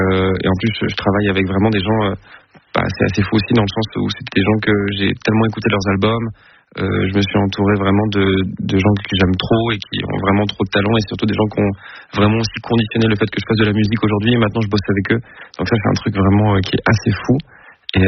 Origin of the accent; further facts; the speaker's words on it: Alpe d'Huez, Auvergne-Rhône-Alpes, France; moi, je suis donc de l'Alpe d'Huez